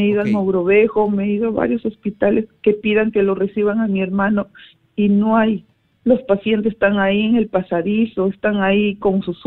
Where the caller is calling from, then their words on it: Lima, Peru; Soy acá de Lima, de San Juan del Lurigancho.